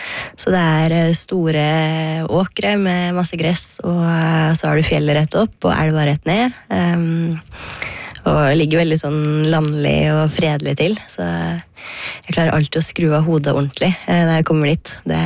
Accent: Hole, Buskerud, Norway; det første minnet som dukker opp fra hjemme i Hole

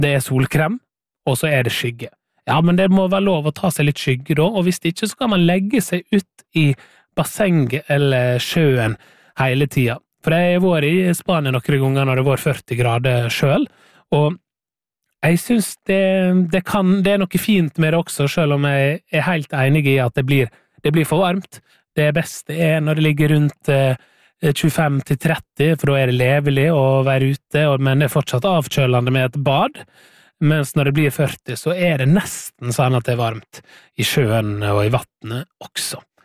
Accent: Møre og Romsdal, Norway; now in Oslo, Norway; Og det kan jeg kjenne meg igjen i, for da jeg bodde hjemme på Sunnmøre selv, at man vil jo gjerne være med på moro, man vil være med på det fine været.

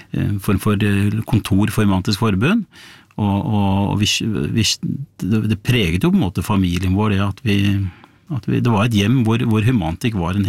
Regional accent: Bærum, Akershus, Norway; Ja, det visste jeg jo, fordi at jeg vokste opp I Bærum på 70-tallet, blått og konservativt Bærum.

